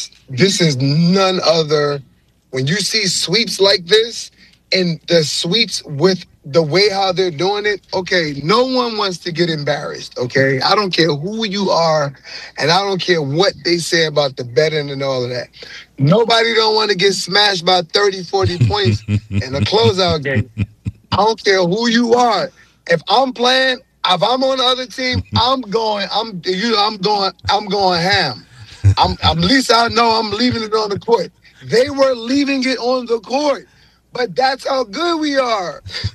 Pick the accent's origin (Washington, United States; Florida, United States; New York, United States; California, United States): New York, United States; I'm from New York